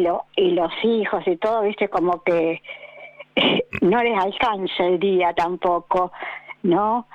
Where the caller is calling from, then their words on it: Cañuelas, Buenos Aires Province, Argentina; vivo en Cañuelas.